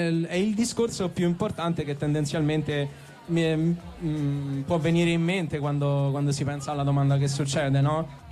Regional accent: Lazio, Italy; siamo per lo più di Roma e della provincia di Roma

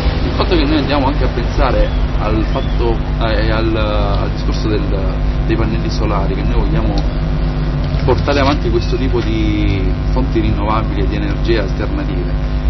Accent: Sicily, Italy

